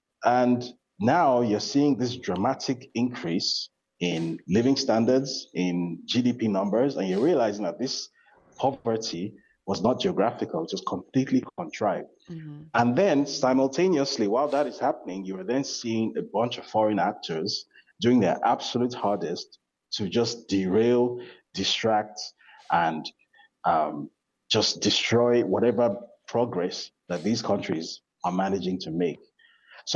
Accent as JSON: {"language": "English", "country": "Nigeria", "said": "It gives me absolutely no pleasure to say this as a Nigerian."}